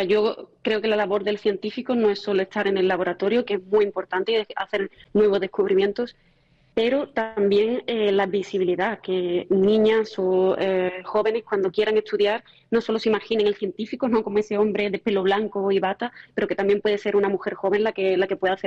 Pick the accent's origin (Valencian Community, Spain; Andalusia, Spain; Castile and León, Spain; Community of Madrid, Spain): Andalusia, Spain; Grazalema; Al final vengo de Grazalema, ¿no?, y estamos en un entorno privilegiado, rodeado de naturaleza.